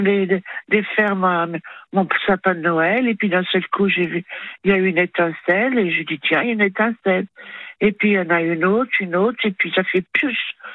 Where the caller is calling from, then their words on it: Clamart, Île-de-France, France; Et j'habite à Clamart.